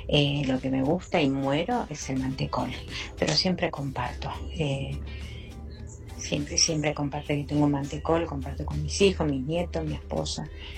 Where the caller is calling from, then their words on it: Isidro Casanova, Buenos Aires Province, Argentina; de Casanova.